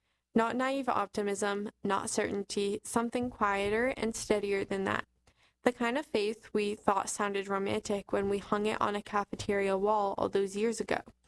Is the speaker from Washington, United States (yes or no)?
no; New Jersey, United States; His songs were woven into the experience of growing up in New Jersey, the shore, the parkway, football games, dinners, diners, humid summer nights